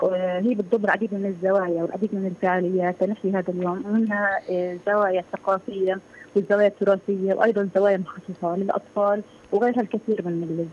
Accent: Palestine; إحنا كشعب فلسطيني

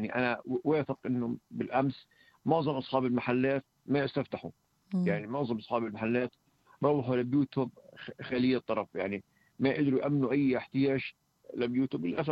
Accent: Hebron, Hebron Governorate, Palestine; بالنسبه لنا كفلسطينيين وكخلايلة

